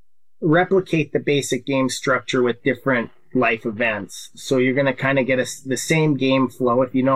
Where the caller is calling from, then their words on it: Saskatoon, Saskatchewan, Canada; I'm calling from Saskatoon, Saskatchewan, Canada.